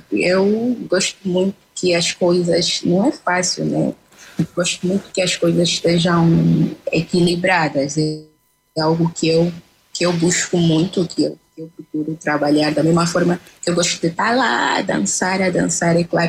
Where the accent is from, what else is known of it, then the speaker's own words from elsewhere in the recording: Luanda, Angola; Sim, nasci em Luanda, nas Ingombotas, Baixa de Luanda, num edifício chamado Jota Pimenta.